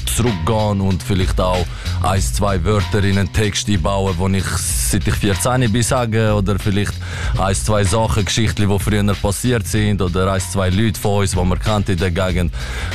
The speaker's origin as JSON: {"language": "German", "country": "Switzerland", "said": "Ich komme aus Pfaffiger Schweiz. Ich bin 22. Ich mache Schweizer Rap"}